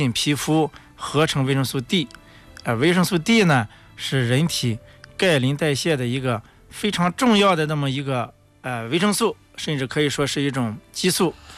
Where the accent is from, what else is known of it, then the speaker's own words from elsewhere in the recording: China; 对于我们中国人来讲